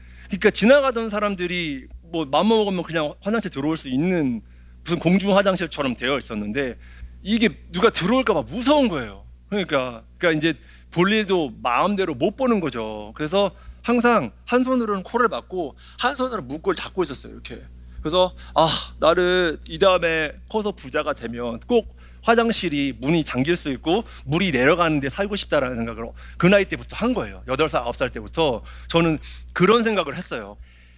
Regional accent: Itaewon, Seoul, South Korea; 저는 그렇게 이제 어린 시절을 자랐고, 제가 근데 유일하게 이태원 살면서 좋았던 거는 그 춤추는 거 하고 사진 찍는 걸 좋아했어요.

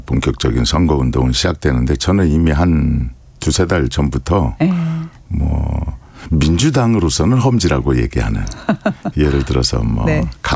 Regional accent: South Chungcheong, South Korea; 제 고향인 충청남도 부여 공주

